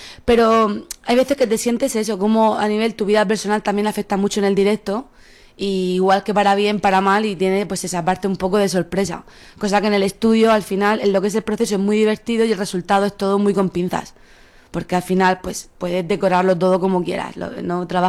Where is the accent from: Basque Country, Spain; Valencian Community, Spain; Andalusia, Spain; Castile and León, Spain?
Valencian Community, Spain; La Vega Baja es un sitio entrañable y la verdad que me encanta de donde soy.